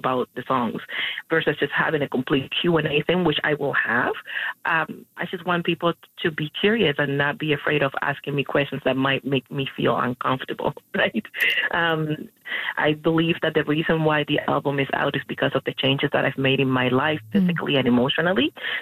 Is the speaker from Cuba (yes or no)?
yes; Cuba; now in Canada